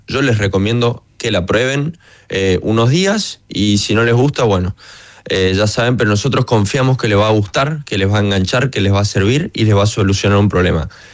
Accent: Chaco, Argentina; Yo soy de Chaco.

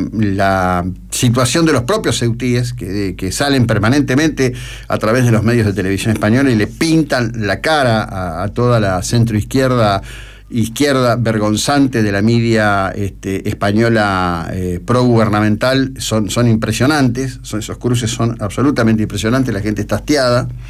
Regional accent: Argentina; Yo no soy español, soy argentino

